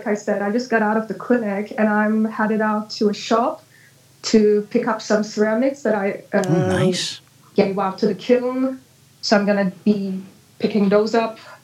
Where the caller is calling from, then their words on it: Istanbul, Turkey; I'm calling from Istanbul.